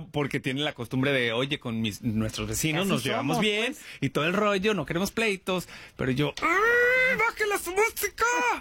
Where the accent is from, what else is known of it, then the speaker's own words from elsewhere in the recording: United States; born there; yo siendo nacido aquí, obviamente no crecí con esa cultura.